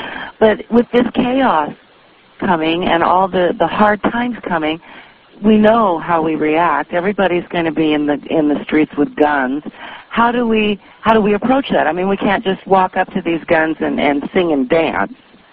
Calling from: Oregon, United States; This is … in Oregon.

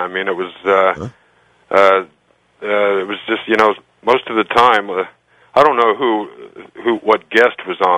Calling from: Lincoln, Nebraska, United States; I'm calling from Lincoln, Nebraska, listening on KFAB.

